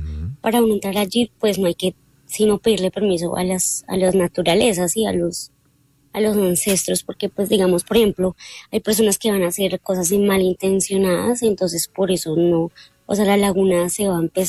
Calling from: Ubalá, Cundinamarca, Colombia; Soy de Ubalá, Cundinamarca.

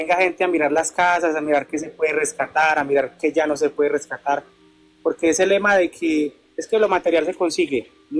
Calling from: Sevilla, Valle del Cauca, Colombia; me comunico desde Sevilla, Valle del Cauca.

